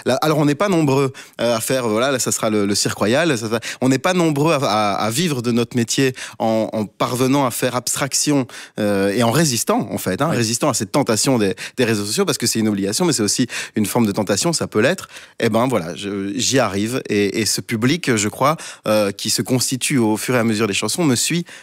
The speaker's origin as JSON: {"language": "French", "town": "Brussels", "region": "Brussels-Capital Region", "country": "Belgium", "said": "Et en plus, quand on est bruxellois, c'est-à-dire de retourner dans des lieux, on a plein de souvenirs personnels et d'aller chanter."}